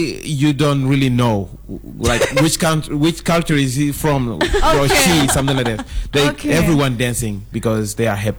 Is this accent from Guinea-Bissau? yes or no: yes; Guinea-Bissau; I'm from Balanta.